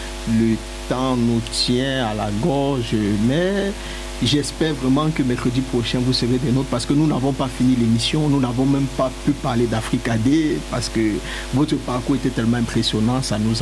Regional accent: Cameroon; moi-même, je suis Camerounais.

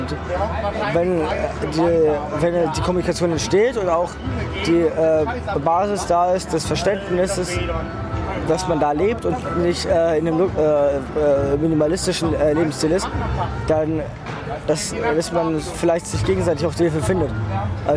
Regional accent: Nuremberg, Bavaria, Germany; Ich bin nicht Freiburger, ich bin Nürnberger.

